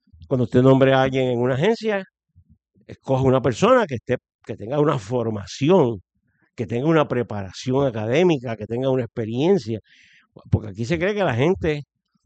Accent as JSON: {"language": "Spanish", "country": "Puerto Rico", "tie": "born or raised there", "also_born_or_lived": "Boston", "said": "Yo soy puertorriqueño, al año estaba aquí, me he criado aquí, he vivido aquí"}